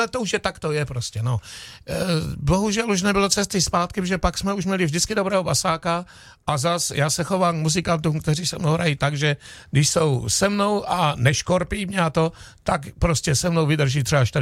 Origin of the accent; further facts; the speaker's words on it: Zlín, Zlín Region, Czechia; my jsme ze Zlína